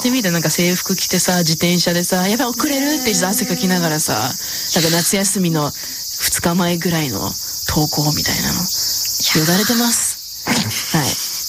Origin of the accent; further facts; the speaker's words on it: Canada; サンフランシスコ育ちのアナイアとカナダ育ちの私にとっては